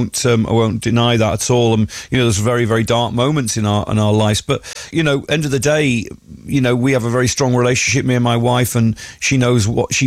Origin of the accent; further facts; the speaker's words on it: Yorkshire and the Humber, United Kingdom; moved away as an adult; also born or lived in Lincolnshire; now in Somerset, United Kingdom; I love Yorkshire, of course I do. You know, I was actually born in Lincolnshire, but I grew up in Yorkshire. But Somerset's got a very special magic about it. I wouldn't move from Somerset